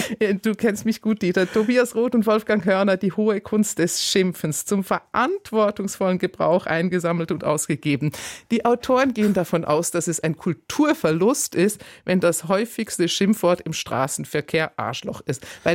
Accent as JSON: {"language": "German", "country": "United Kingdom", "said": "ich bin ja selber Britin"}